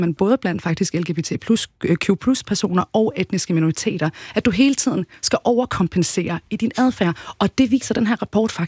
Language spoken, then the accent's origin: Danish; Jutland, Denmark; I dag, der siger jeg, at jeg er dansk irakker med rødder i Jylland. Altså, det er jo der, jeg er født og opvokset